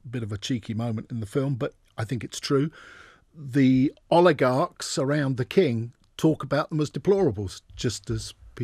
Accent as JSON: {"language": "English", "country": "United Kingdom", "said": "I'm just talking now from as a Brit."}